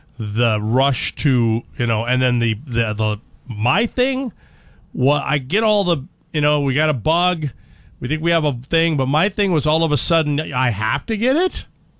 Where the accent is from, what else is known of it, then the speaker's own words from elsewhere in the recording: San Diego, California, United States; Good morning, gang. I grew up in San Diego. If we lived within a mile of the school, you walked.